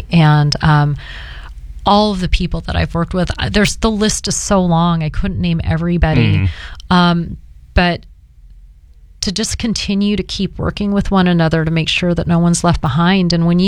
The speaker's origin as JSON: {"language": "English", "region": "Pacific Northwest", "country": "United States", "tie": "born or raised there", "moved": "yes", "said": "even though I grew up in the Pacific Northwest."}